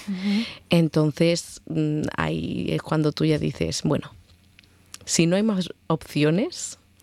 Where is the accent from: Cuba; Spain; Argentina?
Spain; moved away; Yo, al fin y al cabo, también soy española y tengo muchas más facilidades para vivir aquí.